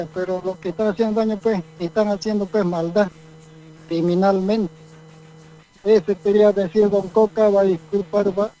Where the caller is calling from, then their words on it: Bolivia; los ciudadanos como bolivianos